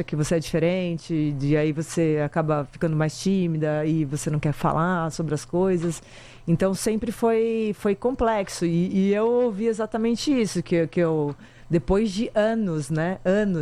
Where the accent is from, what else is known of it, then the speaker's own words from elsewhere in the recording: Santos, São Paulo, Brazil; moved away as an adult; now in São Paulo, Brazil; Eu sou de Santos. E aí, quando eu vim morar aqui, faz mais de 20 anos isso